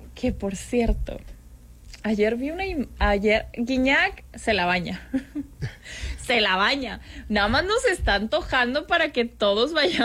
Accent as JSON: {"language": "Spanish", "region": "Mexico City", "country": "Mexico", "said": "mi familia chilanga, como buenos chilangos"}